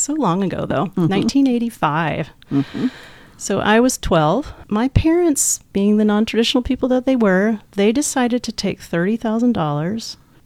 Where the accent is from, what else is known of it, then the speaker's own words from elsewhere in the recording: North Carolina, United States; also born or lived in Knoxville, Tennessee; now in Olympic Peninsula, United States; I was born in Knoxville, Tennessee, and raised briefly in North Carolina, just over the border in the Smoky Mountains, and then basically moved